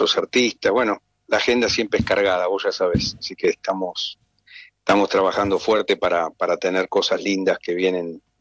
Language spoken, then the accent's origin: Spanish; Argentina